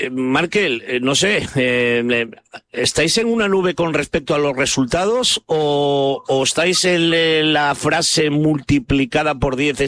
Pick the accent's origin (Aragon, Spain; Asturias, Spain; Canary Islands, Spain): Asturias, Spain; Gijón; Yo soy de Gijón, soy del Sporting y yo te tengo que preguntar por mi paisano.